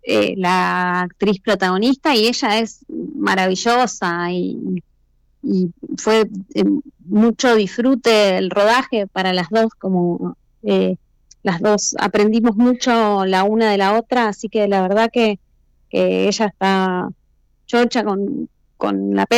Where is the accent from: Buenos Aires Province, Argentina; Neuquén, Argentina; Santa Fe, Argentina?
Buenos Aires Province, Argentina; La Plata; todos platenses, todos los actores son platenses y todos los técnicos son platenses o platenses por adopción, de los que se han venido a estudiar y se han quedado habitando nuestra ciudad.